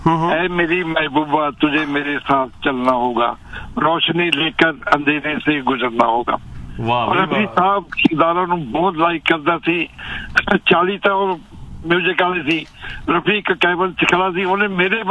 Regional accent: Ludhiana, Punjab, India; also born or lived in Mumbai; ਬੰਬੇ ਲੁਧਿਆਣਾ ਮੇਰਾ ਸ਼ਹਿਰ ਹੈ ਤੇ ਮੈਂ ਬੰਬੇ ਜ਼ਿੰਦਗੀ ਕੱਢੀ ਹੈ।

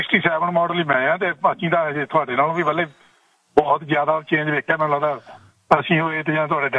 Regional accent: Punjab, India; moved away as an adult; ਮੈਂ ਇੰਡੀਆ ਸੀ, ਮੇਰੇ ਵਾਈਫ ਇੱਥੇ ਸੀ, ਮੈਂ ਇਮੀਗ੍ਰੈਂਟ ਨਹੀਂ ਸੀ ਹੋਇਆ ਤਾਂ ਇੰਡੀਆ ਤੋਂ ਜਦੋਂ 30 ਕਿਲੋਮੀਟਰ ਮੇਰੇ ਪਿੰਡ ਤੋਂ ਬਠਿੰਡਾ ਪੈਂਦਾ, ਬਠਿੰਡੇ ਆ ਕੇ ਫੋਨ ਕਰਨਾ ਪੈਂਦਾ ਸੀ।

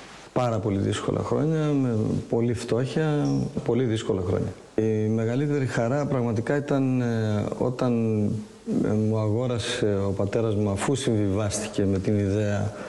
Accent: Kapsochori, Central Macedonia, Greece; born or raised there; moved away

